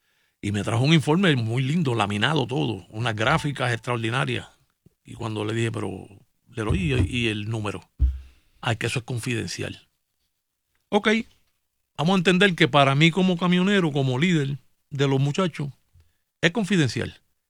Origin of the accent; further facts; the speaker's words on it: Puerto Rico; Y yo tengo mi creencia como puertorriqueño y mi ideología.